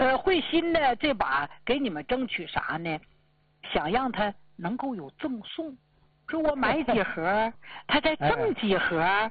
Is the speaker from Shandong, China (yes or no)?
no; Jilin, China; 咱们老家吉林